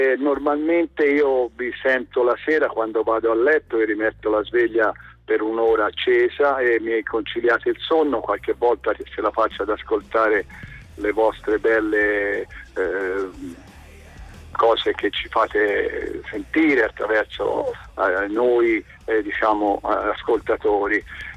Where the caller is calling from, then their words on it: Cascina, Tuscany, Italy; siamo toscani di Cesina, siamo venuti a Vignola, provincia di Modena